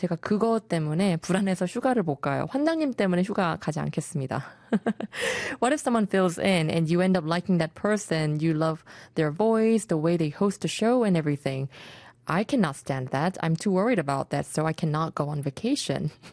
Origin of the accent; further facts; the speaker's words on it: New Zealand; I grew up in a country that's filled with good nature. I grew up in New Zealand, but while I was there, I really took that for granted.